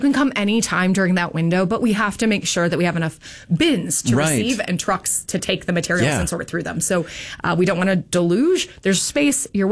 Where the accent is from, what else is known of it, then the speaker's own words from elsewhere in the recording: Indiana, United States; moved away; I grew up in Indiana